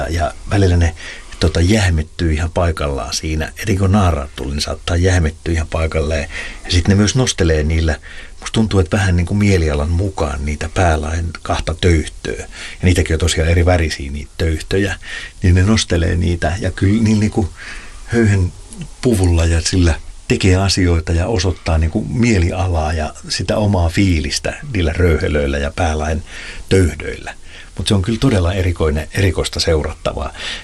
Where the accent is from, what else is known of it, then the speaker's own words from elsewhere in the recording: Pori, Satakunta, Finland; Mä muistan 80-luvulla, niin kun mä oon Porista kotoisin, niin siellä oli vielä suokukkoja soittimia